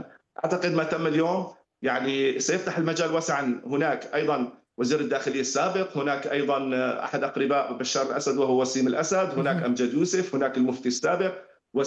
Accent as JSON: {"language": "Arabic", "country": "Syria", "said": "نتمنى كسوريين"}